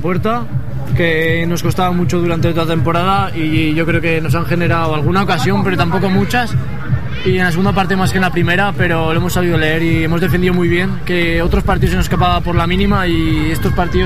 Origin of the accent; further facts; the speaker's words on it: Monzón, Aragon, Spain; yo que soy de Monzón lo vivo como el que más